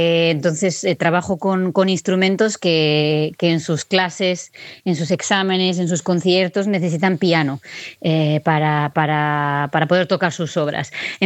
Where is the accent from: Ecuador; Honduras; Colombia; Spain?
Spain; Nosotras como españolas